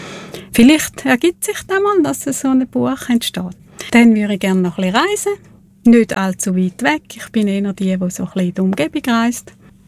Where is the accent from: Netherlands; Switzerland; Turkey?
Switzerland; Thurgau; accent: Thurgau dialect; Genau, ich habe mal in Zürich geschafft und bin immer höher genommen worden wegen meinem Thurgauer Dialekt.